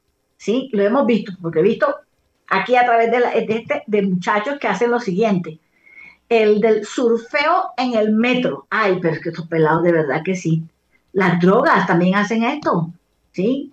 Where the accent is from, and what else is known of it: Colombia; also born or lived in Barranquilla